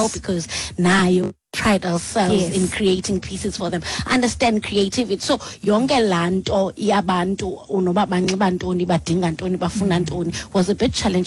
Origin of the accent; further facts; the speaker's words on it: Eastern Cape, South Africa; we're from the Eastern Cape